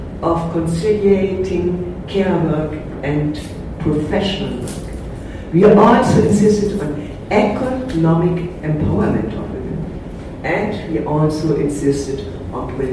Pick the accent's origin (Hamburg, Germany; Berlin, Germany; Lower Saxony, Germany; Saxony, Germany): Hamburg, Germany; in my hometown, in Germany, in Hamburg